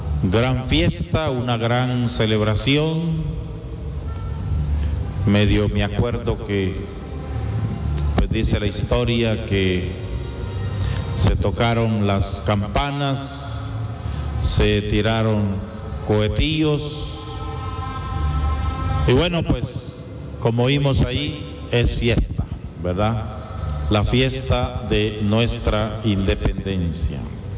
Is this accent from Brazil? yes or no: no; Guatemala; born there; por ser guatemaltecos, por haber nacido en esta patria, uno de los países más grandes de Centroamérica